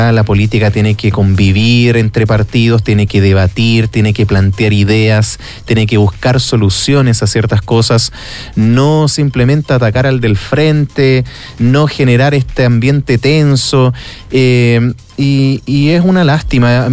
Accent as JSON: {"language": "Spanish", "country": "Chile", "said": "uno como chileno, como ciudadano común y corriente"}